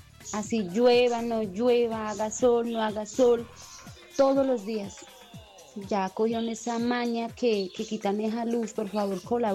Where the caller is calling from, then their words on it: Pachaquiaro, Meta, Colombia; para que no quiten tanto la luz aquí en Pachaquiaro.